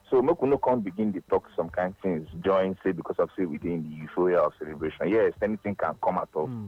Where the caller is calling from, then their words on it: Accra, Greater Accra, Ghana; Man, I'm calling from Accra.